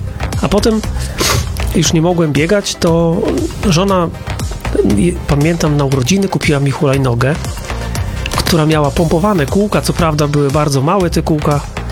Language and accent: Polish; Mońki, Podlaskie Voivodeship, Poland; born there; Mój tato jest z tych spod stron Narewki, dokładnie miejscowość Mikłaszewo. ja się urodziłem w Mońkach, moja mama pochodzi z miejscowości Krynica, to gmina Czcianne.